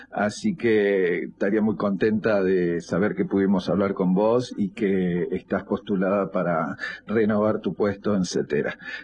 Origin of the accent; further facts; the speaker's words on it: Santa Fe, Argentina; now in Córdoba, Argentina; sos santafesina, yo soy santafesino.